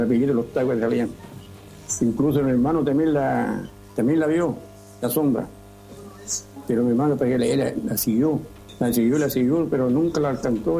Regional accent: Coronel, Biobío, Chile; Yo 76 años ya. Nací y criado aquí en Schwager.

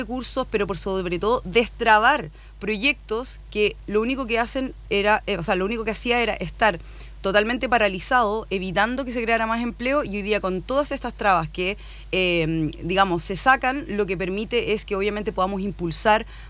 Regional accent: Maullín, Los Lagos, Chile; moved away; una persona que viene de comuna pequeña del sur de Chile, yo soy de Maullín, que queda a 75 kilómetros de Puerto Montt, en la región de Los Lagos.

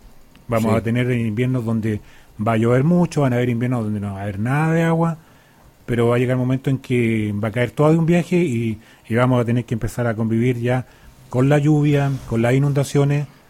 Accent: Chile; Nosotros como chilenos

